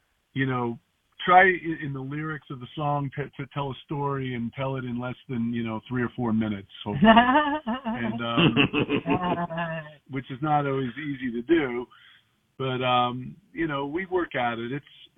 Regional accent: Woodstock, New York, United States; I grew up in Woodstock, New York. Well, we had a second house up there.

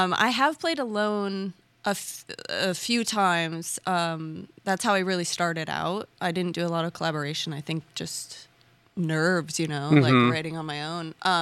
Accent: Rochester, New York, United States; also born or lived in Mendon; I am a Rochester born and raised native.

